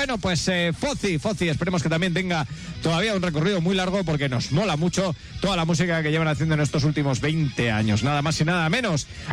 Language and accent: Spanish; Lerín, Navarre, Spain; soy de Lerín, y aquí nos mola la música cañera